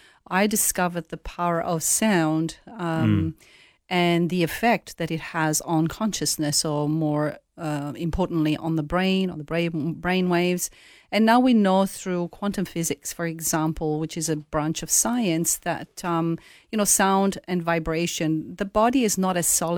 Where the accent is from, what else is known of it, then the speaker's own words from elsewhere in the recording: Tuscany, Italy; born there; English is a second language; also born or lived in Africa / India / Middle East; I was born in Tuscany, so I'm Italian originally.